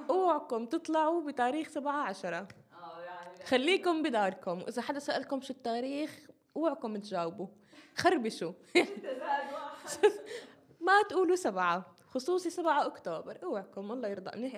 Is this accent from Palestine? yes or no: yes; Nablus, West Bank, Palestine; accent: Nablusi; يا عمي إحنا لهجتنا غير، وبتكم تحكوا عنصرية عنصرية، إحنا غير، إحنا لهجتنا كل شيء عنا غير، كل إشي بنابلس عنا غير.